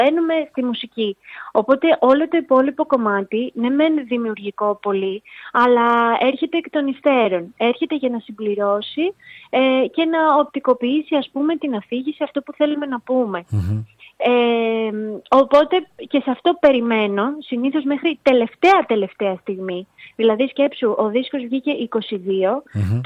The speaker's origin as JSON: {"language": "Greek", "town": "Ano Kastritsi", "region": "Western Greece", "country": "Greece", "tie": "born or raised there", "said": "το Άνω Καστρίτσι, να πω ότι είναι το χωριό μου, είναι η μαμά μου από εκεί"}